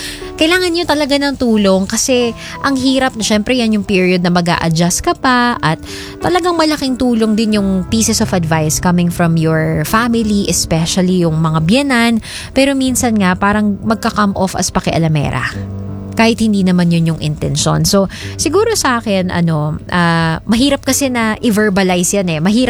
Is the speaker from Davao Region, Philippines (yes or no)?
no; Malolos, Central Luzon, Philippines; sa amin sa Malolos, sa may Bulacan